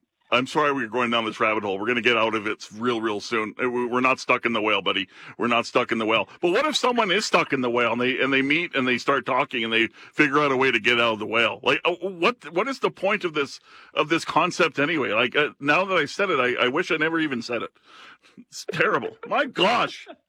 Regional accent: Canada; I'm Canadian after all.

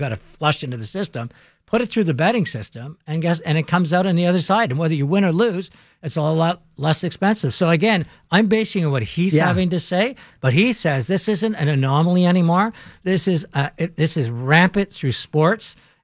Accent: Montreal, Quebec, Canada; I grew up in Montreal.

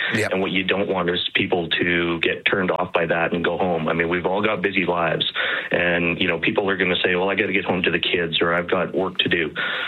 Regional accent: Alberta, Canada; yeah, we're distinctly Albertan. We're fully Canadian.

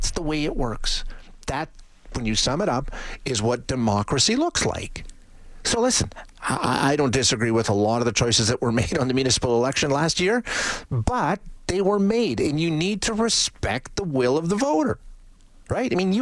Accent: Edmonton, Alberta, Canada; also born or lived in Calgary; I lived in Calgary for a few years when I was, you know, in the early days of my career. But I grew up in Edmonton Gold Bar. I live in Edmonton Gold Bar now.

